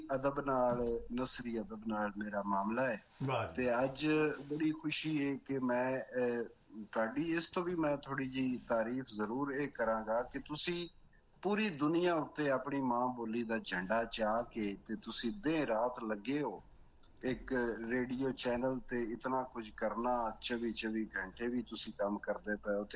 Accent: Jassowal, Punjab, Pakistan; ਉਹਦੇ ਵਿੱਚ ਮੇਰਾ ਪਿੰਡ ਹੈ ਜੱਸੋਵਾਲ।

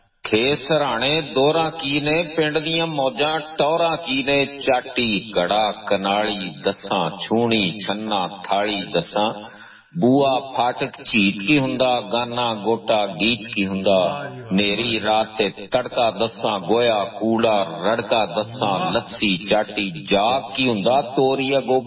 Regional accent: Punjab, Pakistan; میں پنجابی ہاں، میں پنجابی دے وچ ہی لکھنا وا تے پنجابی نال پیار کرنا وا

